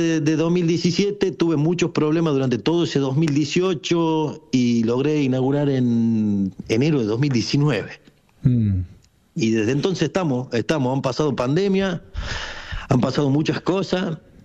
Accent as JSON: {"language": "Spanish", "region": "Tucumán", "country": "Argentina", "accent": "Tucumán tonada", "moved": "as an adult", "lives_now": "Córdoba, Argentina", "said": "yo me siento un cordobés más, vivo hace 20 años acá, pero soy tucumano como habla, como mi tonada manda."}